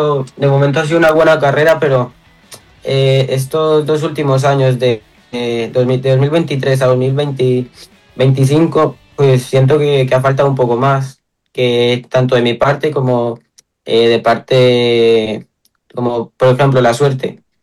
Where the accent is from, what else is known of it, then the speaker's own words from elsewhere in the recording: Colombia; mucha gente decía que me seleccionaron por ser colombiano y que nada más.